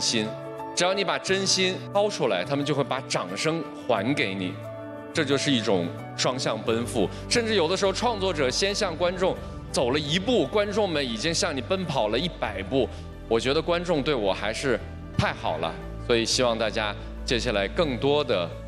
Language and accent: Chinese; Ji'an, Jilin, China; moved away as an adult; now in Beijing, China; 我来自一个很小的城市，边陲小城，吉林省吉安市。